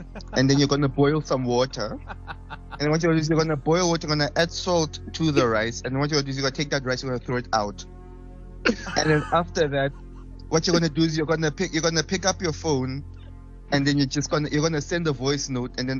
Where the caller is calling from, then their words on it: Midrand, Gauteng, South Africa; I'm in Midrand